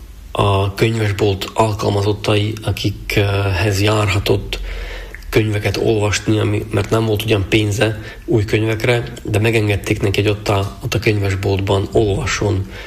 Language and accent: Hungarian; Slovakia; Van egy magyar nemzetiségünk, és van egy szlovák állampolgárságunk. Szlovákiában kisebbségként élünk, de hát megyünk Magyarországra, ott meg külhoniak vagyunk.